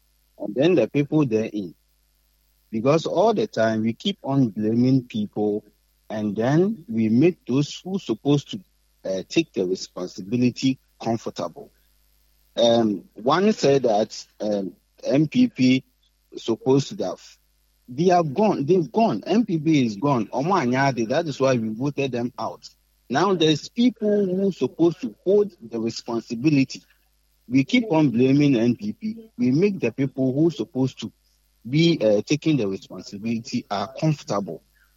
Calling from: Takoradi, Western Region, Ghana; I'm calling from Takrady.

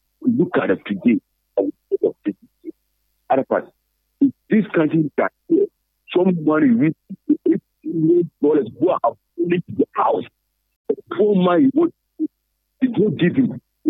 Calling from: Ghana; Me, as a Ghanaian

